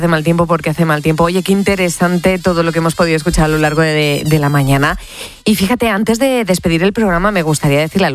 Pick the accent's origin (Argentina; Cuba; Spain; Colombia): Spain; ¿cómo somos los españoles, eh?